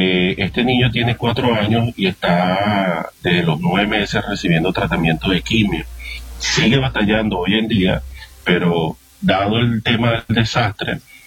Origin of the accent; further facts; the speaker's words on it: Venezuela; a nosotros como venezolanos nos caracteriza esto.